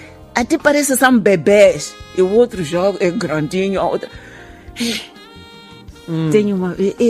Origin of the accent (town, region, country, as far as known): Inhambane, Mozambique; born or raised there; now in Maputo, Mozambique